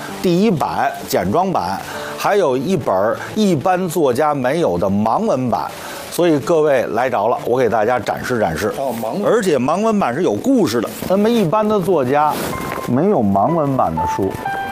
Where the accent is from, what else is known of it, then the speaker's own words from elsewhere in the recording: Beijing, China; 因为我是老北京人，我是四合院里长大的孩子